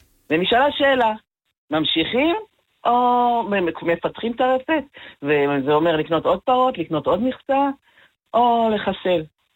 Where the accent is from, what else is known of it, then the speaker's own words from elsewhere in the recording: Nahariya, Northern District, Israel; moved away as an adult; now in Amka, Israel; אני קודם כל נולדתי בנהריה, גדלתי שם, התחתנתי עם עזריאל, שהוא בן ממשיך פה במושב עמקה, אז באנו פה